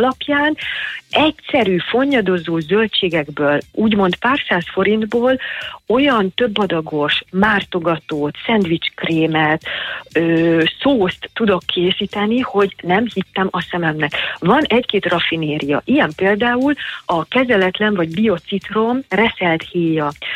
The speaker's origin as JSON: {"language": "Hungarian", "country": "Hungary"}